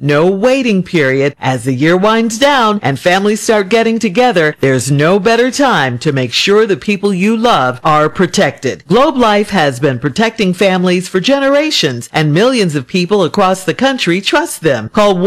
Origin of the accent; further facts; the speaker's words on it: Chicago, Illinois, United States; In my hometown of Chicago, it was fun.